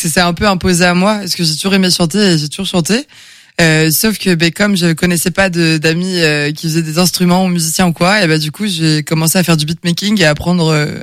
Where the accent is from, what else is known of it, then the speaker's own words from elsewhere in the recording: Angers, Pays de la Loire, France; je viens d'Angers, je suis auteure, compositrice et interprète.